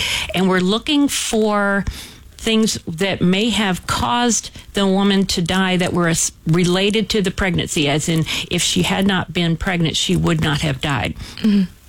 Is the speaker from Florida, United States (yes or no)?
no; Columbia, South Carolina, United States; I grew up here in Columbia, moved away for a while for college and for the beginning of my career, and then came back in 2003.